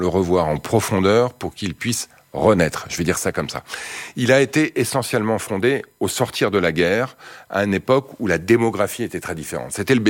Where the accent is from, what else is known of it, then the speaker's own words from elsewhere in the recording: Montreuil, Île-de-France, France; Et moi, j'ai grandi à Montreuil, dans le 93, en Seine-Saint-Denis, dans un HLM.